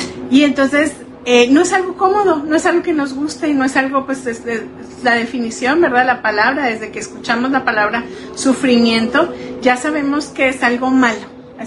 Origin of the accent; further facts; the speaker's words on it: Mexico; born there; aceptar que nací en México